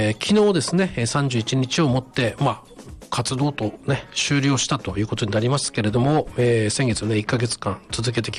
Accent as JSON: {"language": "Japanese", "region": "Akita", "country": "Japan", "tie": "born or raised there", "said": "ただまあこう地元の秋田にいる身として"}